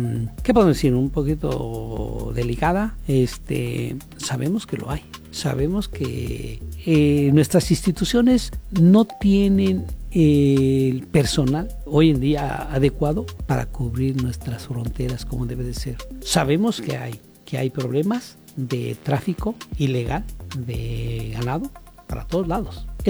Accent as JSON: {"language": "Spanish", "country": "Mexico", "said": "somos mexicanos"}